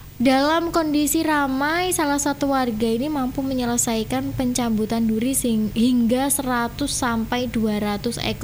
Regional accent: Nganjuk, East Java, Indonesia; Saya warga Nganjuk

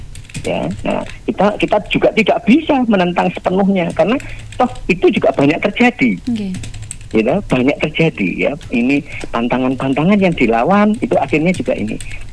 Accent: Java, Indonesia

